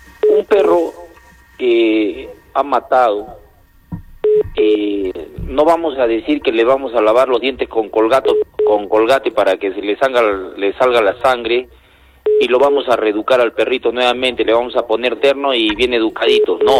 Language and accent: Spanish; Camaná, Arequipa, Peru; born there; now in Characato, Peru; Yo me he criado en Camaná en mi infancia, y en Camaná, parte de mi infancia